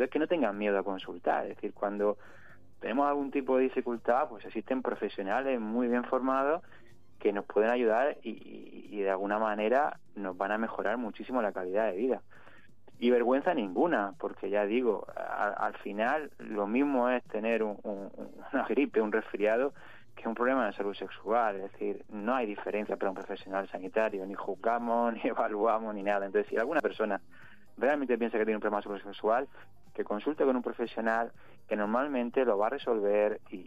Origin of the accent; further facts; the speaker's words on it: Region of Murcia, Spain; llevamos aquí más de 20 años en la región, somos todos murcianos